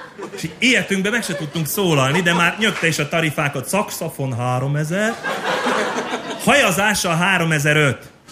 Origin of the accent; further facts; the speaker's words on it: Debrecen, Hajdú-Bihar, Hungary; Debrecenből jöttem, köztudottan ez egy város.